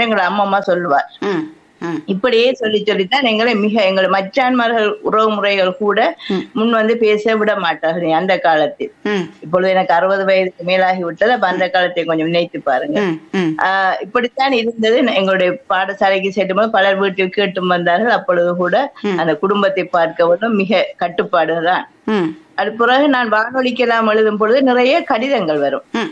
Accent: Muttur, Eastern Province, Sri Lanka; also born or lived in Trincomalee; திருமணம் முடிந்து நான் திருவோணமலைக்கு போய்விட்டேன். எனது ஊர் மூதூர். அங்கிருந்து ஒரு 3 வருடத்துக்கு பின் ஊருக்கு வருகிறேன்.

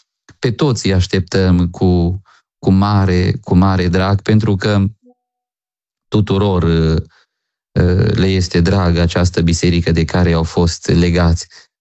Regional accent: Țopa, Mureș County, Romania; born there; now in Cluj-Napoca, Romania; și din satul meu natal, din Țopa și din Boiu

